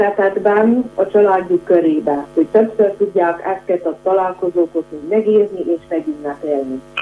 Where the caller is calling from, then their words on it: Madăraș, Harghita, Romania; Csikmadarasról vagyok